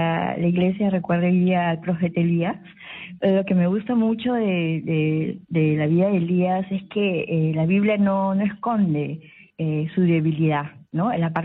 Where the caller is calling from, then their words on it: Chiclayo, Lambayeque, Peru; Aló, estoy llamando de Chiclayo, padre.